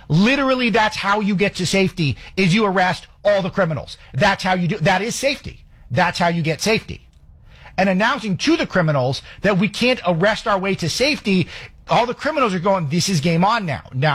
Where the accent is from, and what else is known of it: California, United States; born or raised there